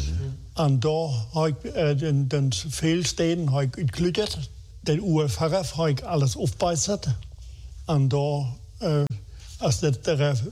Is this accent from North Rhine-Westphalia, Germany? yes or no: no; Friesland, Lower Saxony, Germany; komme ich aus Friesland.